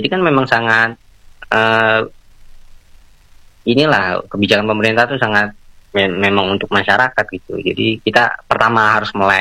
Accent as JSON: {"language": "Indonesian", "region": "Jakarta", "country": "Indonesia", "said": "saya kan orang Jakarta."}